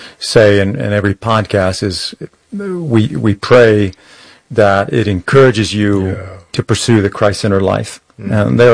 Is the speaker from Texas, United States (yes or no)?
yes; San Antonio, Texas, United States; I grew up here in San Antonio